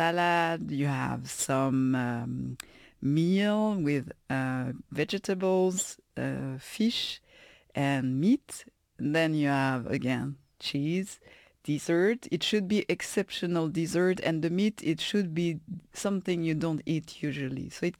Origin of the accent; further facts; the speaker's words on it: Paris, Île-de-France, France; So I come from Paris, and that's a very eclectic place where you have people from different places. My family is Buddhist